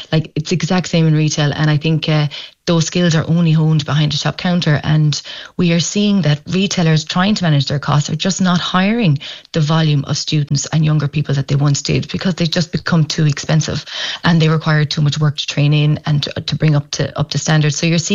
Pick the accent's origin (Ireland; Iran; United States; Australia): Ireland